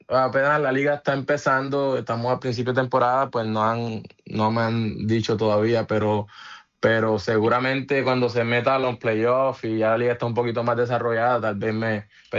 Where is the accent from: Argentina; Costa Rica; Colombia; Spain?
Colombia; moved away as an adult; now in Split, Croatia; y pues mi persona, que soy de Colombia